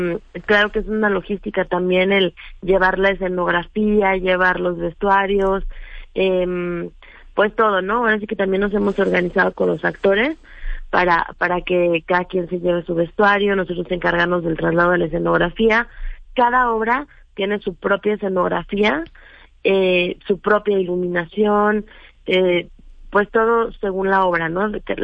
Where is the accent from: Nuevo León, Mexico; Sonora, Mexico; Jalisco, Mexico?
Jalisco, Mexico; Guadalajara; Sí, venimos de Guadalajara.